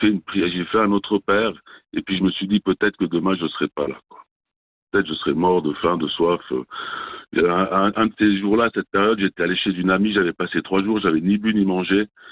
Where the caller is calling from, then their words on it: Valais, Switzerland; Ici, par aussi qu'on a des mots particuliers en Valais, quoi.